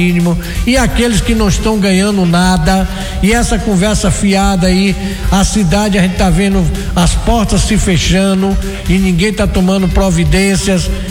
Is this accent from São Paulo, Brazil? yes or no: no; Patos, Paraíba, Brazil; born there; now in Jequié, Brazil; eu sou brasileiro, eu sou nordestino. Eu nasci em Patos, na Paraíba, mas me considero jiquiense porque eu recebi o título de cidadão baiano.